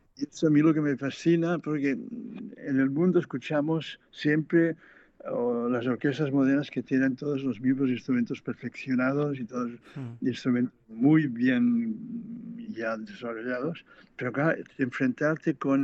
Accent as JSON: {"language": "Spanish", "region": "Catalonia", "country": "Spain", "said": "yo me siento tan español como cualquiera, soy catalán, pero siempre he reivindicado mi cultura hispánica"}